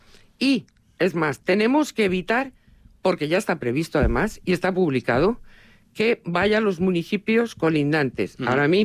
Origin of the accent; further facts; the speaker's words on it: Talavera de la Reina, Castilla-La Mancha, Spain; La entrada de la A5, la entrada que tenemos todos los talaveranos cuando venimos de Madrid normalmente, es por ahí.